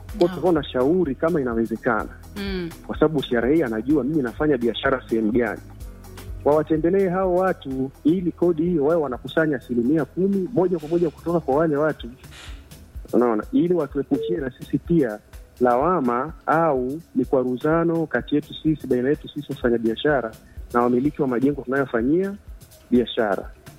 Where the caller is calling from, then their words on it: Mafinga, Iringa, Tanzania; Sitapenda kutaja jina, lakini natokea Mafinga.